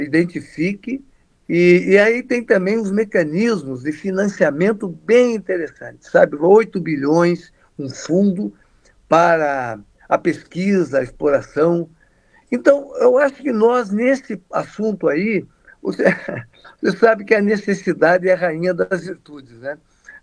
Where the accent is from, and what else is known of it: Brazil